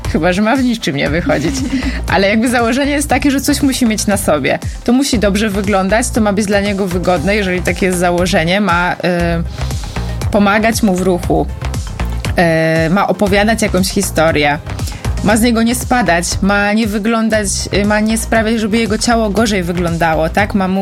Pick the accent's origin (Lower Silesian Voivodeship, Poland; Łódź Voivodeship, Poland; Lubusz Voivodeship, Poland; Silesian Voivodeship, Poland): Lubusz Voivodeship, Poland; Żagań; moved away as an adult; also born or lived in London